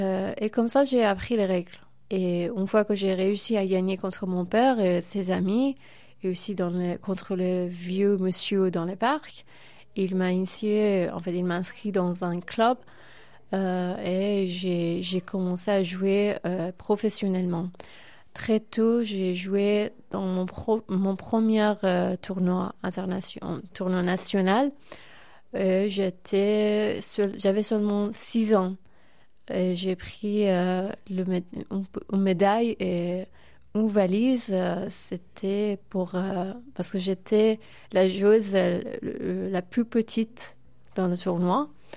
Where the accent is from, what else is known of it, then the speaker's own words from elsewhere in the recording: Iran; Ma première fois que je suis sortie de l'Iran, j'avais seulement 8 ans et demi. Mon premier voyage, c'était en Espagne. Déjà à l'aéroport, j'ai compris que en Iran, on vit complètement, nos vies sont différentes.